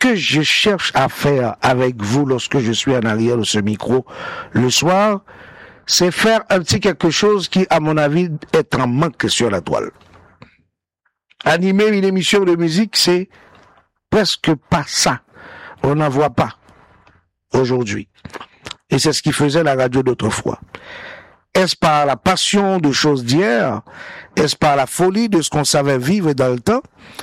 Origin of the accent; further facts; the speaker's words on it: Port-au-Prince, Ouest, Haiti; La vie d'hier quand j'étais à Port-au-Prince, dans ma terre natale.